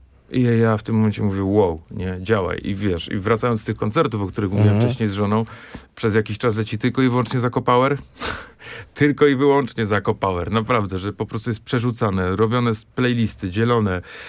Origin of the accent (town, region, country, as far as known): Silesian Voivodeship, Poland